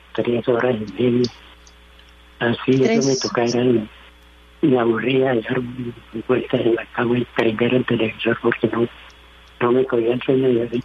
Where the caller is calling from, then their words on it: Funza, Cundinamarca, Colombia; En Funza.